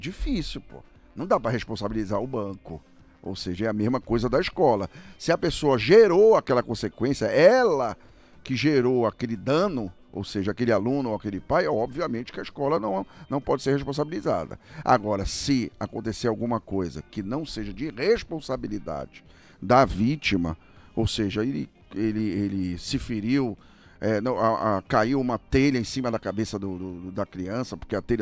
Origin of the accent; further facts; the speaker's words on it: Pará, Brazil; nós somos brasileiros e acreditamos nesse país.